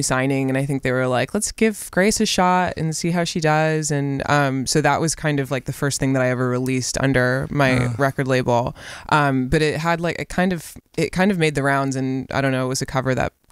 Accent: Australia; born there; also born or lived in Oregon, United States; I was born in Australia. Yeah, correct.

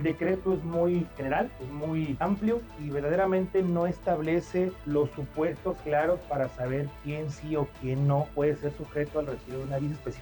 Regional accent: Mexico; Yo creo importante que nosotros como mexicanos respetamos las decisiones que tome nuestro vecino país

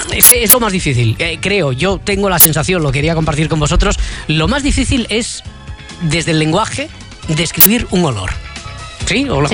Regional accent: Cerdanyola del Vallès, Catalonia, Spain; also born or lived in Barcelona; yo de pequeño vivía en Barcelona ciudad. No sé a qué olía el otoño. En Barcelona, no recuerdo, no tengo. En cambio, cuando a los 9 años me fui a vivir al Vallés, a Sardañola, y Sardañola sobre todo era más pueblo que ciudad

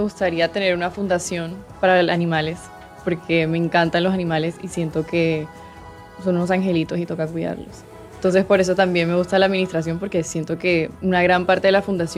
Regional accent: Cartagena, Bolívar, Colombia; En verdad, me siento muy afortunada de haber crecido acá en Cartagena, rodeada de toda la cultura y de todas sus personas.

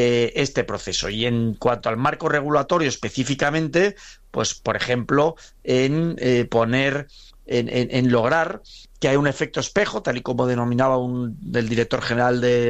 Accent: Valencian Community, Spain; en las dos tenemos, como valencianos, muchísimos intereses y muchas posibilidades de colaborar y cooperar.

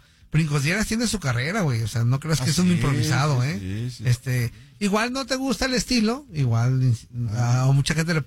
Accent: Mexico; Pues nosotros como mexicanos, Antonio, estamos saludando a todo el mundo.

